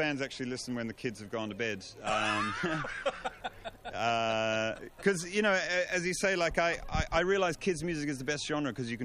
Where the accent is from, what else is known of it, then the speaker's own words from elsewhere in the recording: London, United Kingdom; Well, that's I'm from London, and I made it. You know, I'm speaking about politics and history. When I was 6 or 7, growing up in the 80s in Britain, I was scared of nuclear war.